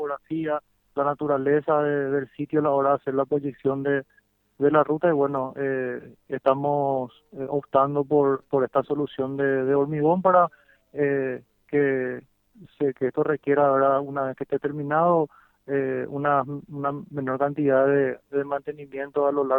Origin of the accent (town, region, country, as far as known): Paraguay